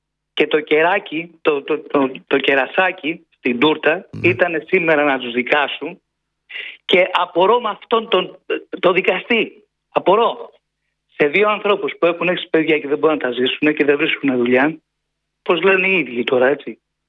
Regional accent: Greece; Θα πάω τώρα κάπου κοινωνικά, γιατί ειλικρινά από εχθές ντρέπουμε πιο πολύ που είμαι Έλληνας.

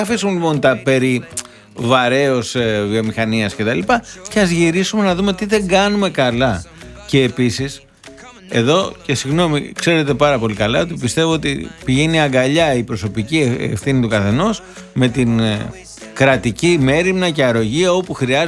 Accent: Corfu, Ionian Islands, Greece

